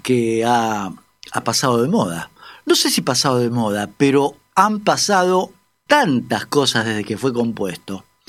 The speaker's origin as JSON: {"language": "Spanish", "town": "Haedo", "region": "Buenos Aires Province", "country": "Argentina", "said": "Yo soy de Aedo."}